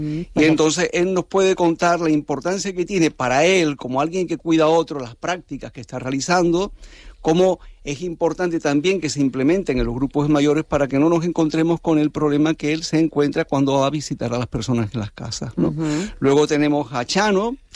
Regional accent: Tenerife, Canary Islands, Spain; born there; now in Las Palmas, Spain; yo soy isletero, bueno, todavía no soy isletero adoptivo siquiera, ¿no? Porque dicen que nací en Tenerife y me quedan unos cuantos años por delante.

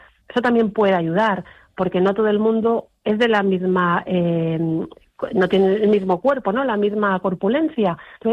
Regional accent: Madrid, Community of Madrid, Spain; No, yo madrileña. Uh-huh. El apellido tiene origen lejano, sí, yo soy soy de Madrid.

